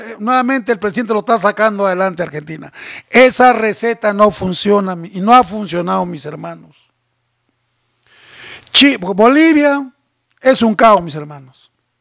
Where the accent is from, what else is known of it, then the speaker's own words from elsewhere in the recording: Peru; así somos los países peruanos, pe.